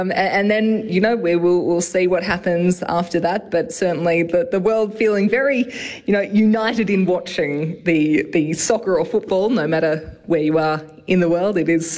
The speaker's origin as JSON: {"language": "English", "country": "Australia", "said": "I'm an Aussie, of course."}